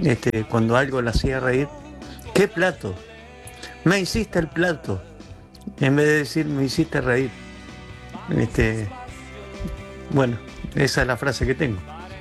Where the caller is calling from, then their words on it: Caleta Olivia, Santa Cruz, Argentina; de Santa Cruz, Caleta, Bolivia.